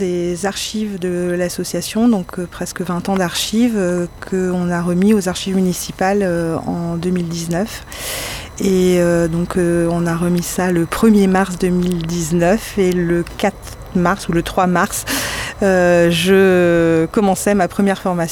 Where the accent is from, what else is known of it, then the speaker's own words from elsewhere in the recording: Callac, Brittany, France; moved away; moi j'ai grandi en centre-Bretagne, à Calac, donc dans un milieu assez rural